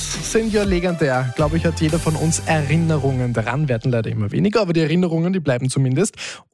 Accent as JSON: {"language": "German", "region": "Salzburg", "country": "Austria", "said": "ich bin ja ursprünglich aus dem Pinzgau."}